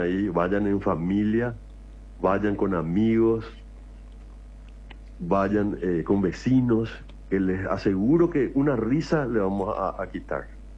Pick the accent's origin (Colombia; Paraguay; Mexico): Paraguay; si nosotros queremos ser un lugar donde nos destacamos en el mundo como paraguayos